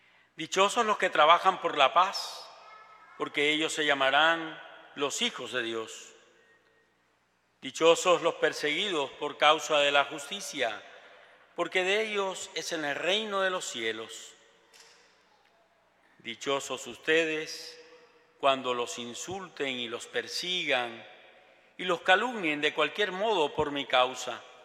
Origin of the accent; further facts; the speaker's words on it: Havana, Cuba; Cuando era muchacho, yo nací en La Habana, nos propusimos, vivíamos, trabajábamos, íbamos al Corazón de María, está en la calzada del cerro